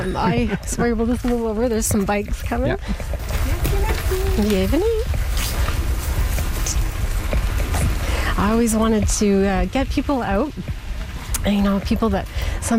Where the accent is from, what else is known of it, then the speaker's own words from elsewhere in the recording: Ayer's Cliff, Quebec, Canada; I come from Ayerscliff. I live in Ayerscliff.